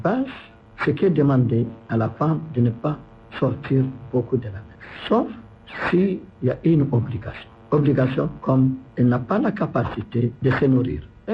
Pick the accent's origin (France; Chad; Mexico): Chad